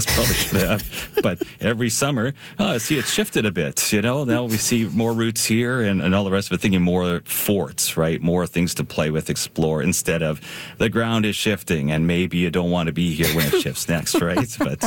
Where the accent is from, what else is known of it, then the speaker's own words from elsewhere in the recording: Saskatoon, Saskatchewan, Canada; completely unsupervised, like when we grew up here in Saskatoon.